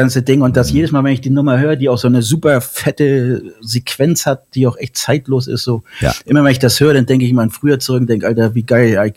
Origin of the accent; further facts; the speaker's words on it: Plön, Schleswig-Holstein, Germany; born there; also born or lived in Kiel; now in near Potsdam, Germany; Ich komme ja ursprünglich aus Plön, bin dann irgendwann nach Kiel gezogen und dann jetzt ja hier in Nähe Potsdam.